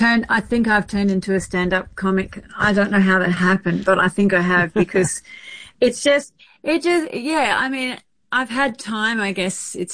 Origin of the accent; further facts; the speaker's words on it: Australia; now in New York, United States; then I moved to New York, which was crazy because I'm an Aussie.